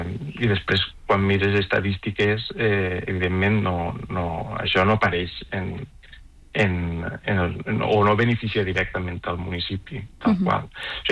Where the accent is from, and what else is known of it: Valencian Community, Spain